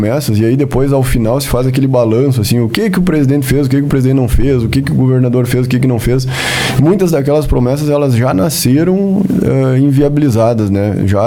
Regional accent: Santa Maria, Rio Grande do Sul, Brazil; moved away as an adult; also born or lived in São Sepé; now in Videira, Brazil; Venho lá do Rio Grande, lá do fundo do Rio Grande.

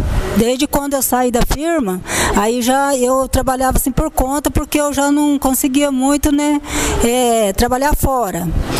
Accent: Jandaia do Sul, Paraná, Brazil; Jandaia do Sul.

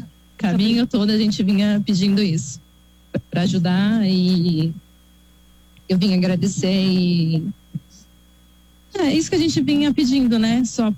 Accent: São José dos Campos, São Paulo, Brazil; eu vim de São José dos Campos.

